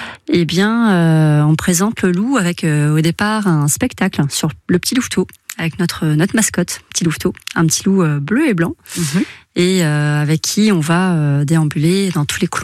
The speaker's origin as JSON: {"language": "French", "region": "Bourgogne-Franche-Comté", "country": "France", "said": "entre chez nous, en Puisaye"}